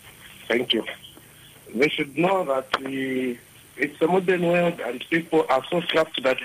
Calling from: Kabwe, Central Province, Zambia; I'm calling you from Cabo.

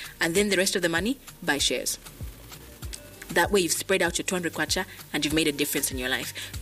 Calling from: Zambia; I'm calling you from Winbig, Zambia.

